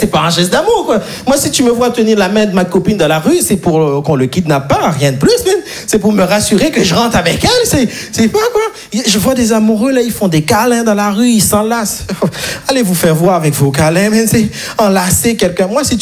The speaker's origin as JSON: {"language": "French", "country": "Haiti", "tie": "born or raised there", "said": "Moi, je suis très frileux, je ne vais pas vous mentir, parce que je suis né et grandi en Haïti, et en Haïti, on n'a pas les 4 saisons"}